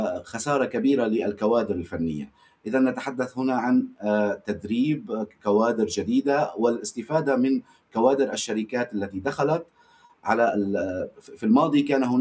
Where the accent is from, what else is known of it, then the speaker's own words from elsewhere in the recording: Syria; لا نريد نحن كسوريين أن نسمع أخبار مرتبطة بالنسب من الخارج.